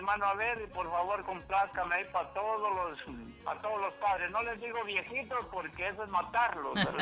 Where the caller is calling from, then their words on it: Guatemala; de aquí de Chinchilá